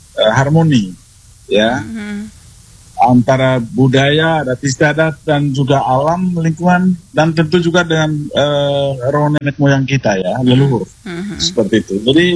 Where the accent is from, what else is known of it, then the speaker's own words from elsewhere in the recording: East Nusa Tenggara, Indonesia; Kalau dalam budaya dan tradisi kami orang Manggarai.